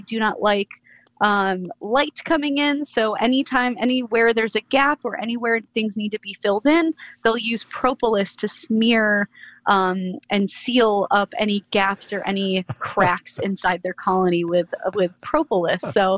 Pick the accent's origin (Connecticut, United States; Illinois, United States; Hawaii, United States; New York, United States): New York, United States; born or raised there; moved away; also born or lived in Phoenix, Arizona